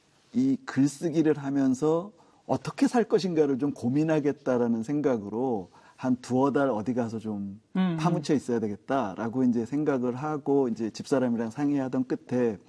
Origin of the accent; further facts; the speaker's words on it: Incheon, South Korea; 저도 인천에서 태어나서 인천에서 쭉 자랐거든요.